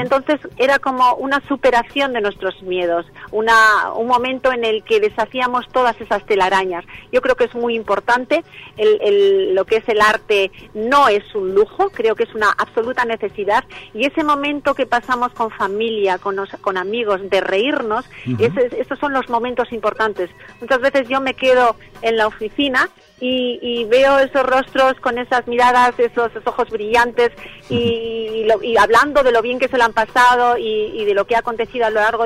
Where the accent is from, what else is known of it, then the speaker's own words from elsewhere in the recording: Bilbao, Basque Country, Spain; moved away; yo soy de Bilbao